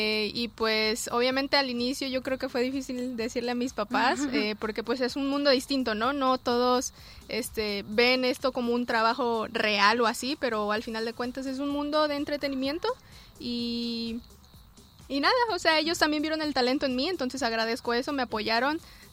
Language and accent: Spanish; Colima, Mexico; born there; also born or lived in Argentina; actualmente tengo 21 años, yo nací aquí en Colima, orgullosa colimense.